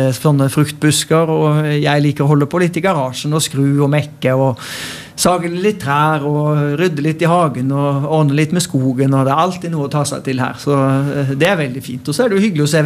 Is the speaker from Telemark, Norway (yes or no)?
no; Oslo, Norway; also born or lived in Haugesund; Jeg var jo bare 2 år da vi flyttet fra Haugesund til Oslo, og har jo gått i barnehage og skole, og hele oppveksten i Oslo. Jeg er jo også glad i byen